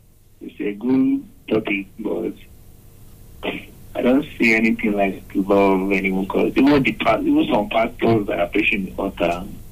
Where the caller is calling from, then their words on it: Enugu, Enugu State, Nigeria; I'm calling from Enugu.